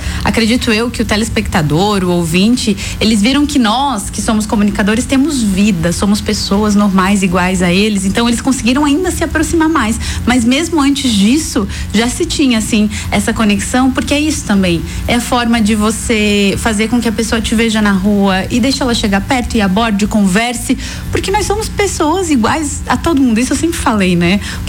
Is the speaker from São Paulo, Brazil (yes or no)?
no; São José do Cerrito, Santa Catarina, Brazil; eu sou de São José do Cerrito